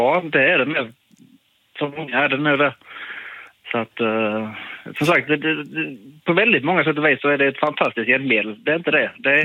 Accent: Sweden; Det som händer med mig, jag är ju typisk svensk, så att jag blev lite som smått irriterad.

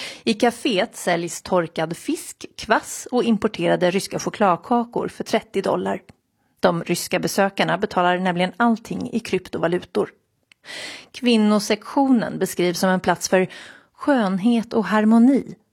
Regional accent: Buenos Aires, Argentina; Swedish is a second language; Och min hemstad Buenos Aires är tyvärr inte bättre.

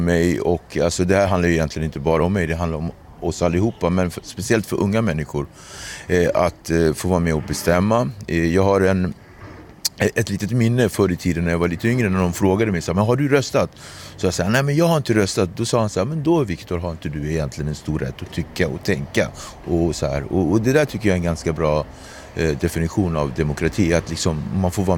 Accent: Cape Verde; now in Sweden; Ja, jag är från Kap Verde.

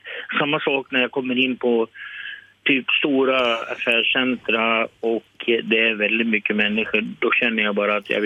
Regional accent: Vilhelmina, Västerbotten County, Sweden; Jag är västerbottning. Jag kommer från Vilhelmina.

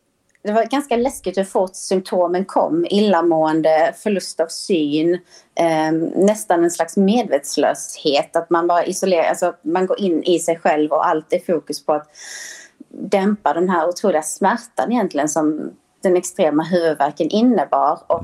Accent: Sweden; Nej, men alltså som svensk så är man ju sällan utsatt för en sån typ av värme

